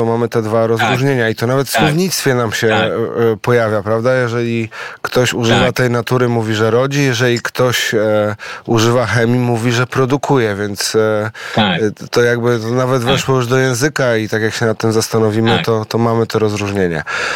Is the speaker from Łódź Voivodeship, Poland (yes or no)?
no; Warmian-Masurian Voivodeship, Poland